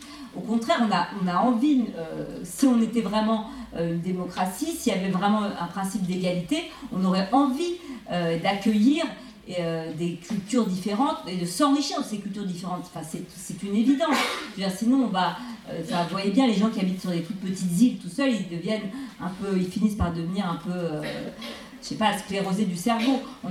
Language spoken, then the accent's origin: French; France; Moi, personnellement, je suis française parce qu'un de mes parents est français. Voilà, donc je suis née française à la naissance, par transmission, par la filiation.